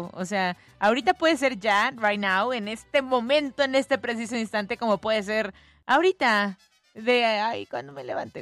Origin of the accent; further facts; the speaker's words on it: Mexico; Estas mofas que hacemos de las tragedias como que nos distinguen como mexicanos.